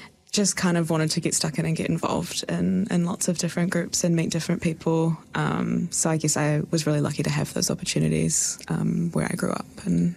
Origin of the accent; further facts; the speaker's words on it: Alexandra, Otago, New Zealand; moved away as an adult; now in Dunedin, New Zealand; I grew up in Central Otago.